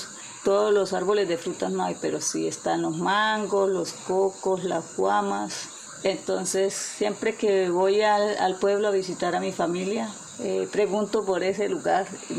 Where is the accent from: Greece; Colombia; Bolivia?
Colombia; Santander; moved away as an adult; also born or lived in San Alberto, Cesar; mi infancia, pues la mayoría de mi infancia pues fue ahí en San Rafael de Río Negro. Cuando cumplí la mayoría de edad, me fui para San Alberto Cesar a estudiar una carrera, un curso. Nos fuimos para San Alberto Cesar